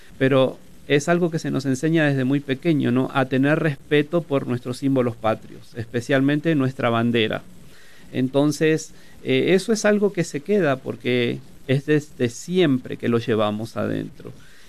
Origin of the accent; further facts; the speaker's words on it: Argentina; moved away as an adult; now in Utah, United States; Puedo hablarte de los sentimientos míos como argentino, fuera de mi país.